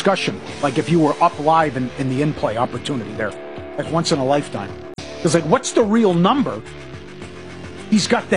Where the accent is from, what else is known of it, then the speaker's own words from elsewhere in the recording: Minnesota, United States; When I grew up in Minnesota